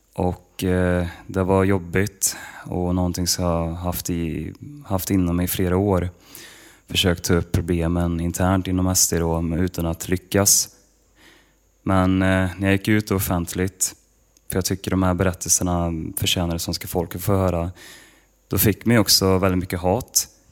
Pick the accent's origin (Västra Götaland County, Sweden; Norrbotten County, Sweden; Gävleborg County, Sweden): Västra Götaland County, Sweden; Men kort om mig så kan jag säga att jag är en västgöte utan dansskor.